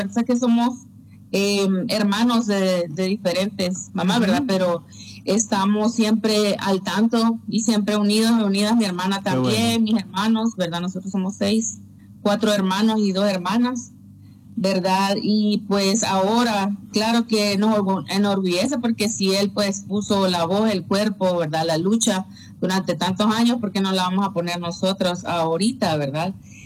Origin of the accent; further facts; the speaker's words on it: Nicaragua; born there; Con mi mamá, pues, fuimos exiliadas y yo nací en Nicaragua en el 85. Yo tengo 41 años.